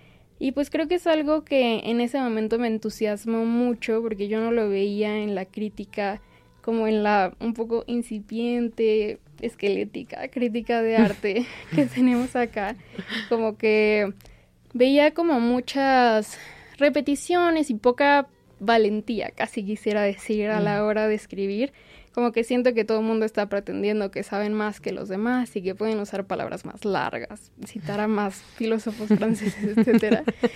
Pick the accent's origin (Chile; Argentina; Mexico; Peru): Mexico; Guadalajara, Jalisco; moved away; soy de Guadalajara, me mudé acá hace un rato